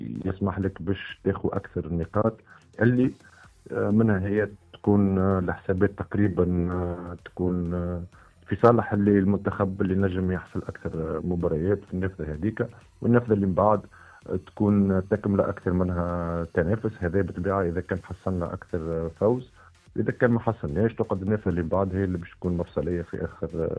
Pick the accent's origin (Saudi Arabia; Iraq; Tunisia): Tunisia